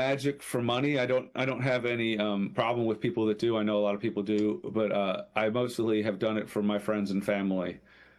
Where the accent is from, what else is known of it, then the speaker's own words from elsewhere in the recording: Pennsylvania, United States; now in Kentucky, United States; No, I'm originally from Pennsylvania.